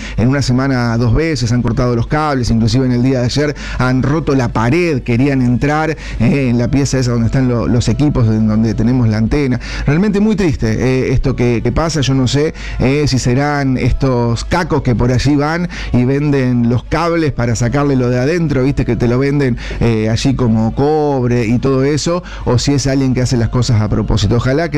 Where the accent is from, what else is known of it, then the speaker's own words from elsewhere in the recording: Argentina; Como cuando se juega el mundial y somos todos argentinos.